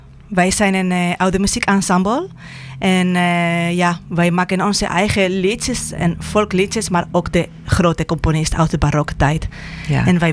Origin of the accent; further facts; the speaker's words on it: Spain; Dutch is a second language; now in Netherlands; ik kom oorspronkelijk uit Spanje